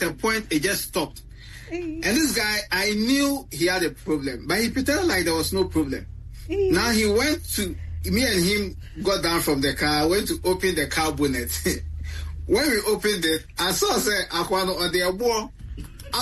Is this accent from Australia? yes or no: no; Ghana; Because there are some situations that you be in as a Ghanaian that you have no other way out than to take the motorbike.